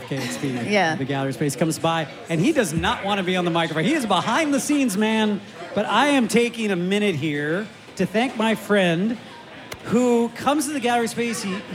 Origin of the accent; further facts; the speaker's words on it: Spokane, Washington, United States; Yeah, I grew up in Spokane, and when they're seeing the community spirit and everyone sticking together and looking out for one another